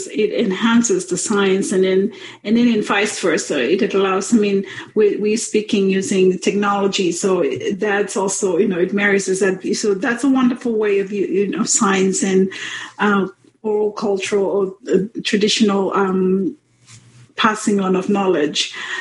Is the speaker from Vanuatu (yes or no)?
yes; Vanuatu; I'm from Vanuatu